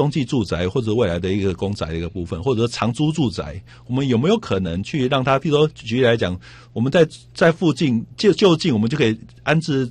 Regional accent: Taiwan; 我们台湾人

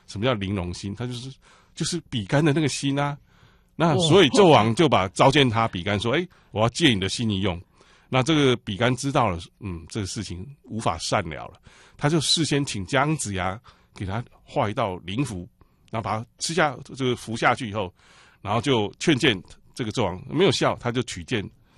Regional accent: Taiwan; 所以我们台湾人听到这个音就把它翻成高丽菜。

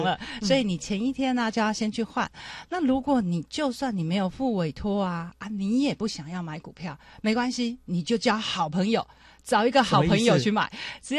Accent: Taiwan; 跟他握手，告诉他我从台湾来的、

